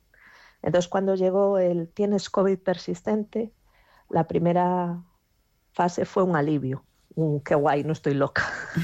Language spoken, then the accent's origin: Spanish; Galicia, Spain; En Galicia, de donde yo soy